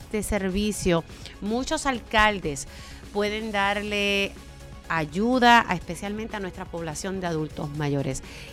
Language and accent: Spanish; Utuado, Puerto Rico; el alcalde de Utuado, el alcalde de mi pueblo, Jorge Pérez Heredia.